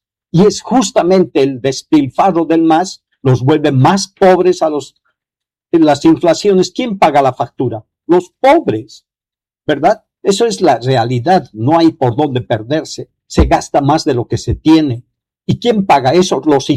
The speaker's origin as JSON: {"language": "Spanish", "country": "Bolivia"}